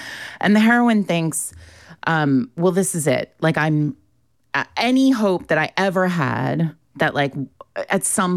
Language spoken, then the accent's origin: English; Rhode Island, United States; when I was a kid, I grew up in Rhode Island, but my parents had this very cute little house in Ashland, New Hampshire, which is right near Plymouth and, you know, right around the corner from Meredith.